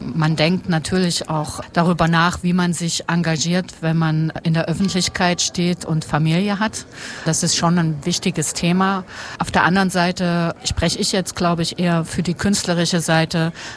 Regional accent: East Germany, Germany; Und ich bin ja im Osten groß geworden, war 25, als die Wende war.

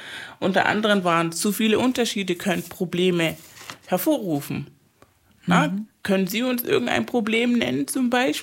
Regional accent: Venezuela; German is a second language; Ich bin ja aus Venezuela und ich war in Kuba

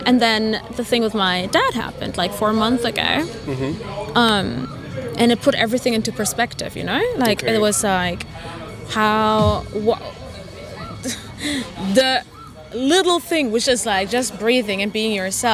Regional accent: Germany; born or raised there

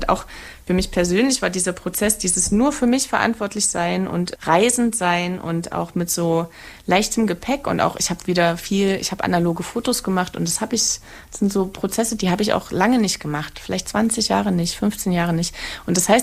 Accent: Saxony, Germany; Also da, wo ich herkomme, im Erzgebirge, da driften die Jugendlichen mit dem Auto auf den Schneeflächen.

